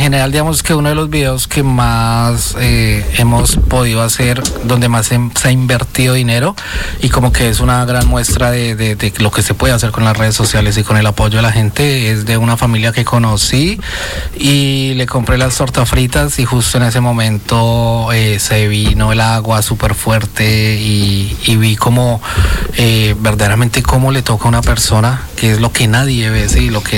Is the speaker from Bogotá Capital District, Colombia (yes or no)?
yes; Bogotá, Bogotá Capital District, Colombia; Y yo, bajo mis experiencias de vida en Colombia, mi juventud, de donde vengo, nosotros venimos de un barrio súper humilde de Bogotá, no crecimos con nuestros padres con dinero, no, crecí al lado de unos padres que como muchos o pocos llegaron hace 40 años, invadieron un pedazo de tierra y ahí criaron a cuatro hijos